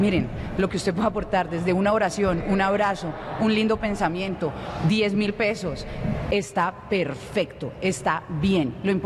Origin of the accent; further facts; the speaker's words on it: Cali, Valle del Cauca, Colombia; now in Medellín, Colombia; Yo soy una caleña que vive en la ciudad de Medellín